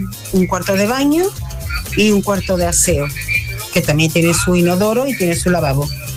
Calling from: Seville, Andalusia, Spain; de Sevilla.

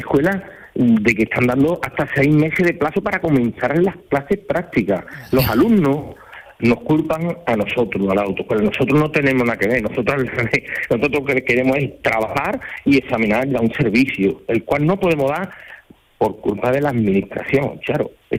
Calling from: Seville, Andalusia, Spain

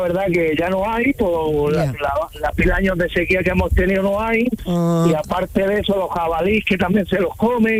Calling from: Berja, Andalusia, Spain; Yo estoy en Almería, soy de un pueblo de Almería, de Berja.

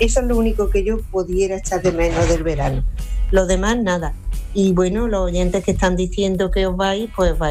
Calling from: Córdoba, Andalusia, Spain; de Córdoba.

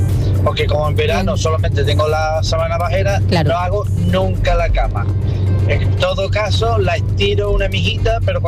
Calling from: Alcalá de Guadaíra, Andalusia, Spain; de Alcalá de Guadaira.

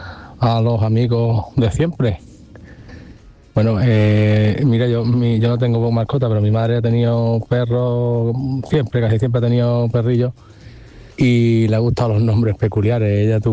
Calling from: Málaga, Andalusia, Spain

